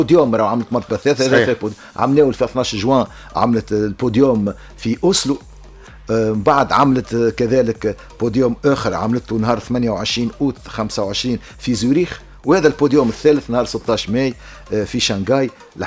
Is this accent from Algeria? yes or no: no; Tunisia; ما سمعنا بيش بالكل معنا في تونس ما كانش نسمعوا بيه